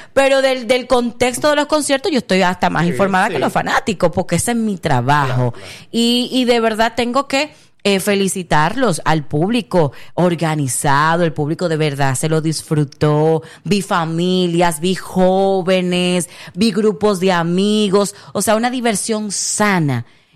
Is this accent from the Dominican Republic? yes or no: yes; Santiago de los Caballeros, Santiago, Dominican Republic; soy de Santiago